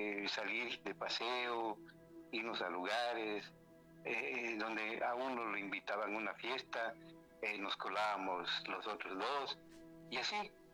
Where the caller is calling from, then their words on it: Conkal, Yucatán, Mexico; de Conchín, Yucatán.